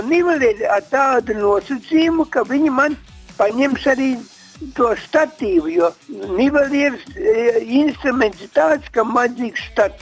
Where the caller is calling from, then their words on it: Ogre, Ogre Municipality, Latvia; Es pats esmu ogrēnietis, dzīvoju ogrē.